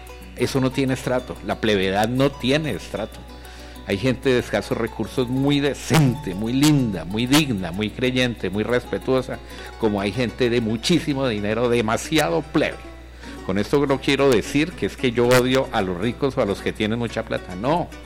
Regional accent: Colombia; somos seres humanos, somos colombianos, somos gente digna.

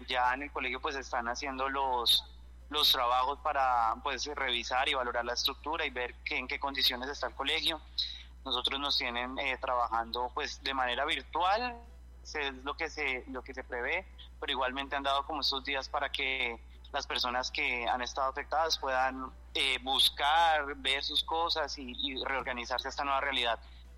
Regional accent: Llanos Orientales, Colombia; moved away as an adult; now in Cali, Colombia; las personas que somos de allá, que somos llaneros, que estamos acá en este momento en Cali

